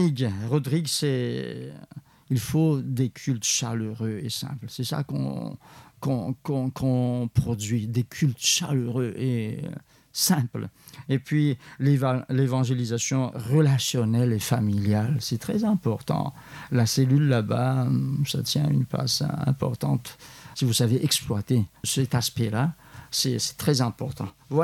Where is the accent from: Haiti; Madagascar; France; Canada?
Madagascar; Antananarivo, Analamanga; et maintenant il est prêtre, dans le diocèse d'où je venais, de Tana.